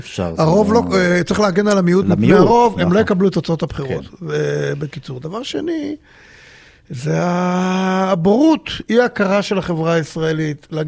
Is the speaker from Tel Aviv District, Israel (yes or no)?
yes; Tel Aviv, Tel Aviv District, Israel; איפה גרתי בצפון תל אביב, וגדלתי בדרום תל אביב